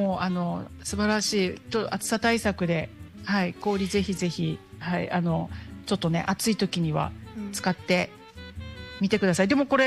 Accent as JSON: {"language": "Japanese", "region": "Okinawa", "country": "Japan", "tie": "born or raised there", "said": "こう中部の出身なので"}